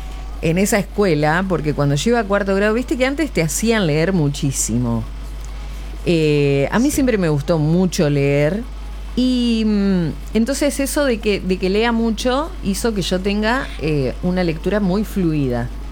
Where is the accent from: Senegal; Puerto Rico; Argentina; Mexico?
Argentina; Concepción del Uruguay, Entre Ríos; moved away; Yo soy de allá, de Concepción, de los pagos de Concepción del Uruguay.